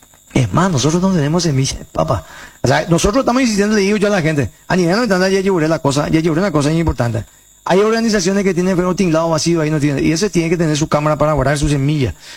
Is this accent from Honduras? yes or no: no; Paraguay; nosotros somos más paraguayos que la mandioca